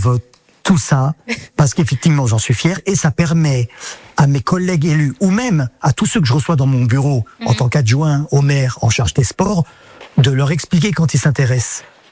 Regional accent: Alfortville, Île-de-France, France; moi, j'ai vécu qu'à Alfortville, hein, j'ai grandi à Alfortville.

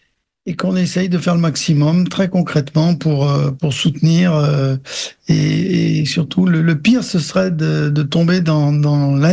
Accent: France; je vous dis ce que je ressens en tant que Français engagé aux côtés de l'Arménie.

